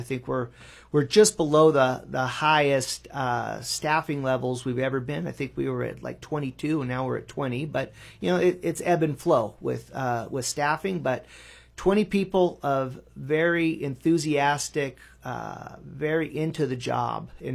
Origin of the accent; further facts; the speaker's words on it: Stockton, California, United States; East, northeast of Stockton. I went to the Linden Unified School District.